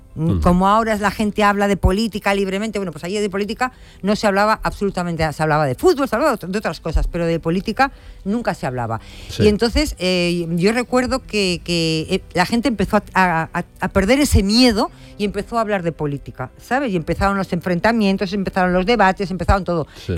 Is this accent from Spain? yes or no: yes; Bilbao, Basque Country, Spain; Yo, como vasca que soy, de Bilbao